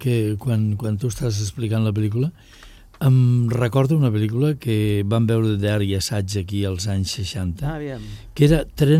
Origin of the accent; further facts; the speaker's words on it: Ciutadilla, Catalonia, Spain; now in Barcelona, Spain; a l'església de Ciutadilla, al meu poble